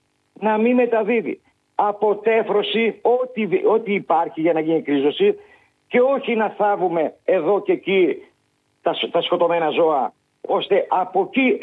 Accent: Lesbos, North Aegean, Greece; έχουμε βιώσει 2 μήνες τώρα πράγματα και θάματα εδώ στο νησί μου.

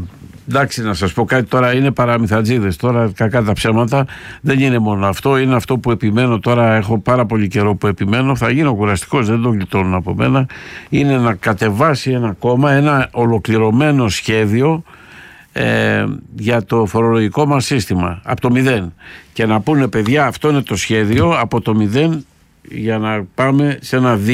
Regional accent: Patras, Western Greece, Greece

